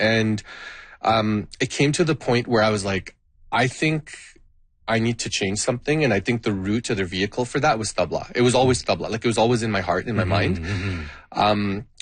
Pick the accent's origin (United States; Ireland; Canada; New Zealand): Canada; Scarborough, Ontario; Yeah, we moved from Scarborough in 93. So I was an 8-year-old boy, and Scarborough is just, when I was growing up in Scarborough, everyone looked like me.